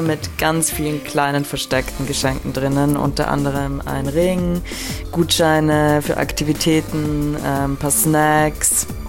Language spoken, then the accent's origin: German; Vienna, Austria; ich komme aus Wien.